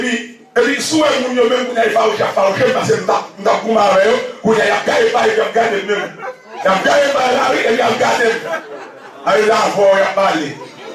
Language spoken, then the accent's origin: French; Cap-Haïtien, Nord, Haiti; Oui, je suis du Nord. Je suis capois.